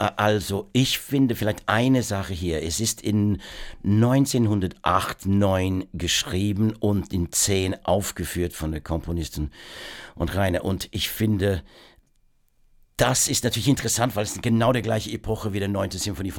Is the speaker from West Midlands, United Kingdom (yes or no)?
yes; Worcester, West Midlands, United Kingdom; German is a second language; Keine Ahnung, ich bin natürlich in Worcester aufgewachsen. Das ist jemand, der Elgar war irgendwie, da ist der Geburtsort von ihm.